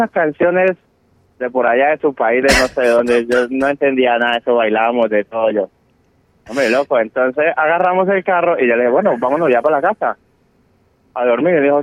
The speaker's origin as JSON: {"language": "Spanish", "country": "Colombia", "said": "Pero claro, yo soy colombiano, nosotros bebemos a otro ritmo distinto."}